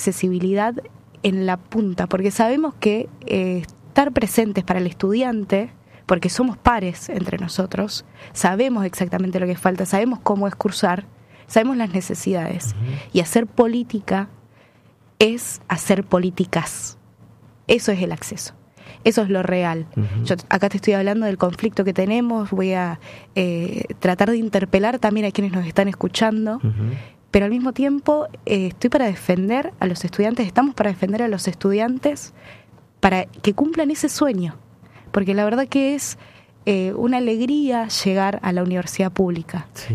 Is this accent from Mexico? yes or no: no; Misiones, Argentina; moved away; Yo soy de Misiones, por ejemplo.